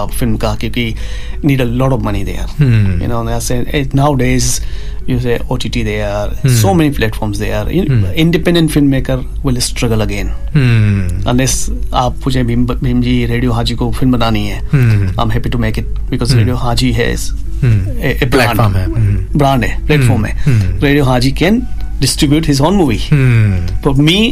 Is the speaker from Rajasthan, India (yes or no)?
yes; Rajasthan, India; देखो मैं तो राजस्थान से हूँ मारवाड़ी खून है